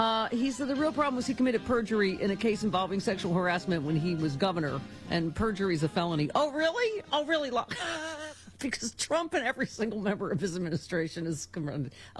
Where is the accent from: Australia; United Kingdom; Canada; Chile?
Australia; now in California, United States; I'm an Aussie living in California.